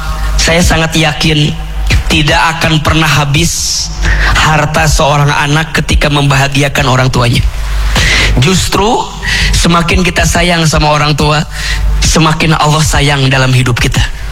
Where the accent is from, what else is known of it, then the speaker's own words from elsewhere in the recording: Garut, West Java, Indonesia; now in Bogor, Indonesia; kita orang kampung, kita orang desa, saya orang Garut. Untuk ke Jakarta dulu jauh sekali, gak pernah kebayang akan tinggal di Bogor sekarang.